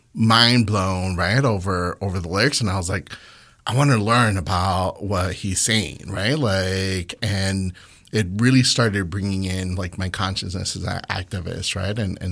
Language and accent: English; Loma Dorada, Jalisco, Mexico; English is a second language; now in Chicago, United States; So you know, I grew up in Jalisco. I actually grew up in the a little town called Loma Dorada, which is right below Tonalá